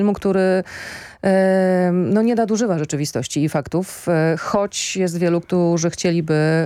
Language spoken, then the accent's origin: Polish; Radom, Masovian Voivodeship, Poland; Jesteśmy oboje z Radomia